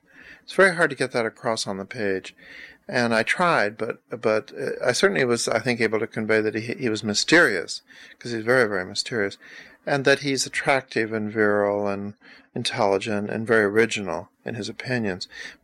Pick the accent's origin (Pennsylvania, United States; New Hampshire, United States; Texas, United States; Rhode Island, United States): Texas, United States; whereas I'm white trash from Texas.